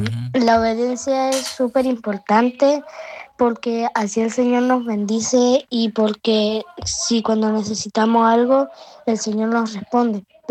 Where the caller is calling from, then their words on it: Temuco, Araucanía, Chile; Soy de Temuco.